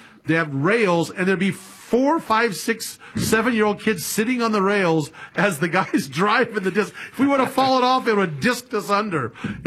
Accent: Sacramento, California, United States; I will never forget when I grew up in Sacramento, back when it was, you know, there was newer houses in the early 60s

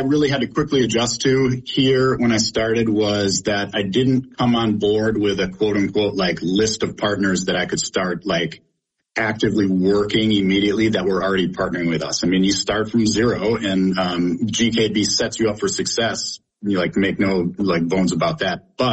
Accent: Stoughton, Wisconsin, United States; But two, I'm from Stoughton, and so I was able to speak like the quote-unquote Stoughton language with the biggest employer in town, Stoughton Trailers

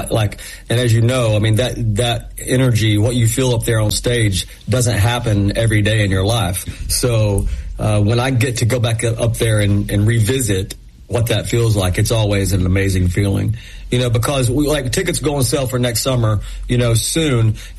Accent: Knoxville, Tennessee, United States; growing up in East Tennessee and in Knoxville, you know, we didn't have a pro allegiance to anything.

